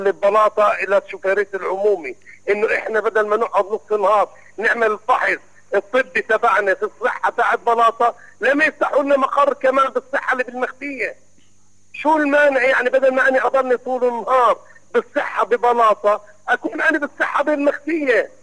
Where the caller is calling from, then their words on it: Nablus, West Bank, Palestine; انا نابلسي وبحب نابلس، نابلس بلدي